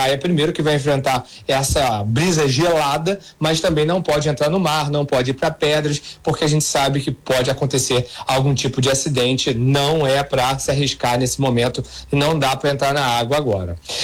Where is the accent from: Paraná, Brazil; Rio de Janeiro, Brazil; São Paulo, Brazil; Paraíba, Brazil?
Rio de Janeiro, Brazil; nós que somos cariocas